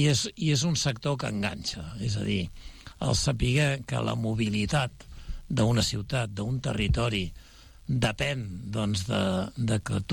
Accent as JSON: {"language": "Catalan", "town": "Sabadell", "region": "Catalonia", "country": "Spain", "said": "com a sabadellenc"}